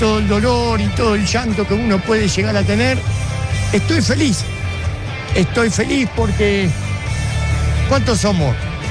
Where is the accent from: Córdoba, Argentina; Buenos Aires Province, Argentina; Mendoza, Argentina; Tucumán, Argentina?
Buenos Aires Province, Argentina; Remedios de Escalada; now in Moreno, Argentina; Soy nacido y criado en Remedio de Escalada. Actualmente vivo en Moreno.